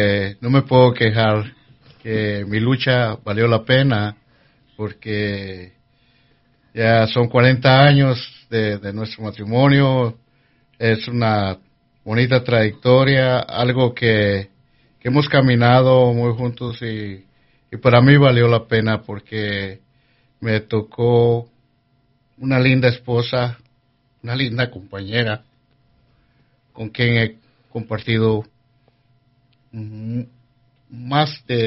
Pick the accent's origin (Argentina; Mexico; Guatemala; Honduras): Guatemala; now in Sacramento, United States; en mi país, en Guatemala